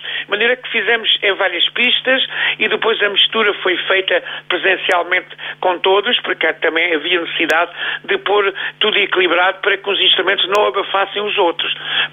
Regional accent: Lagos, Algarve, Portugal; o meu professor Antônio Falé tinha em Lagos, onde eu nasci, no sul do Algarve, uma Academia Universal de Acordeão

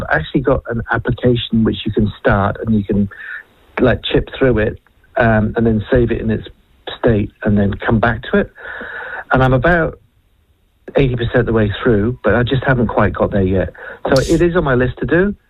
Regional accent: United Kingdom; now in New Zealand; being a British citizen

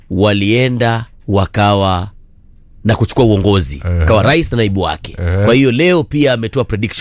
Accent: Coast, Kenya; Kule kwetu ni wazee wa kaya.

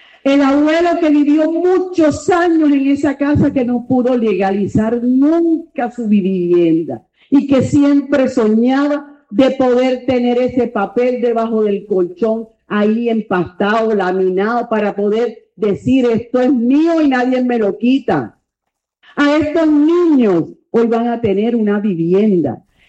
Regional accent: Turbaco, Bolívar, Colombia; como mujer, como madre, como hija turbaquera, nacida, criada y nunca me he ido de Turbaco. Siempre he estado aquí en Turbaco

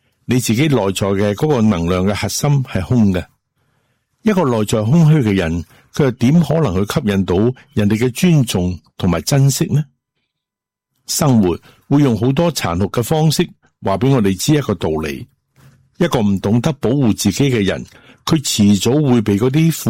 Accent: China; 我们中国人讲亲兄弟明算账

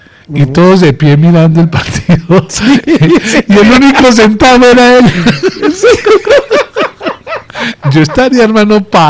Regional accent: Bogotá, Colombia; Y como soy de Bogotá, entonces...

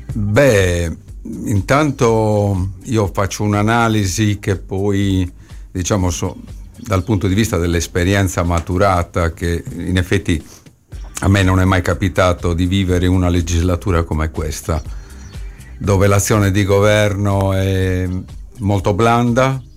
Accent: Orosei, Sardinia, Italy; Orosei. Bassa Baronia. E quindi il cittadino normale ti chiede, ma cosa state facendo?

